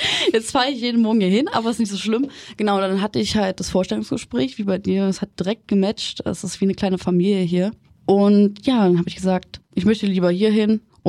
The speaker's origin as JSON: {"language": "German", "region": "Saxony-Anhalt", "country": "Germany", "said": "ich bin 22 Jahre alt und ich komme eigentlich gar nicht aus Thüringen, sondern aus Sachsen-Anhalt, Nähe Magdeburg, aus einem ganz kleinen Dorf."}